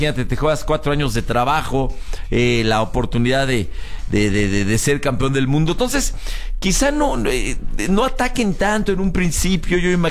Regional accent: Mexico City, Mexico; born there

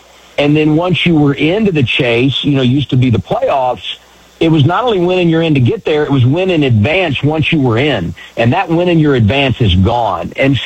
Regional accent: Indiana, United States; But I just think growing up in Indiana and coming up in that, you know, broadcast alignment

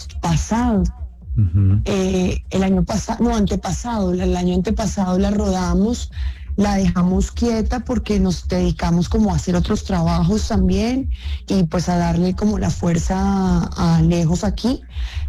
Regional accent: Medellín, Antioquia, Colombia; En mi tierra, Medellín, vamos a estar en Las Américas, en Cine Mallorca, en Cine Procinal.

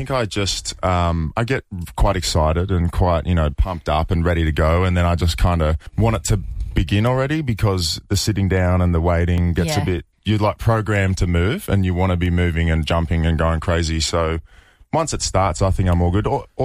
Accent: Australia; now in United States; As an Australian person, of course I know what it means, yes.

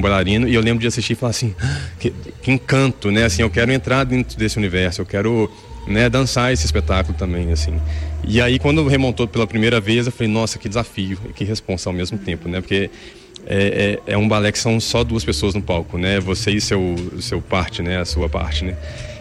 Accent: Belo Horizonte, Minas Gerais, Brazil; eu sou mineiro, sou de BH

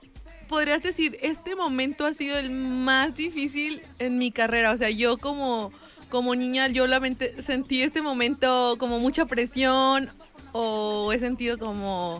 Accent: León, Guanajuato, Mexico; nosotros mismos leoneses

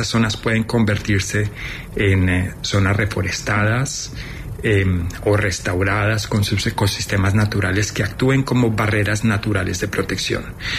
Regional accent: Colombia; Sí, la verdad, como colombiano yo creo que muchos, sobre todo en mi generación, fuimos víctimas y llevamos consigo esas cicatrices del conflicto.

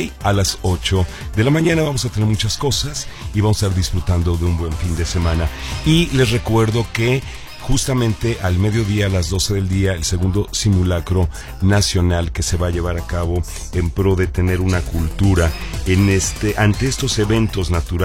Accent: Mexico; que estuvimos también ahí unidos como mexicanos

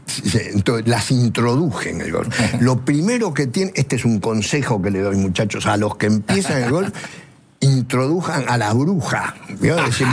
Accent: Argentina; el único aficionado que había argentino, que era yo

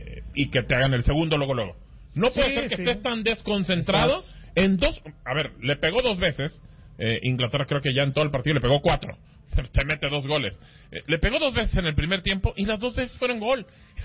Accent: Mexico; y soy mexicano y me duele mucho

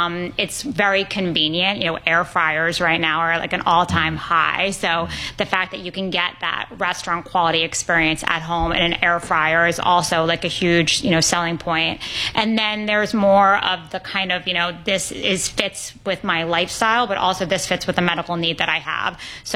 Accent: New York City, New York, United States; I grew up in New York City. My family owned restaurants

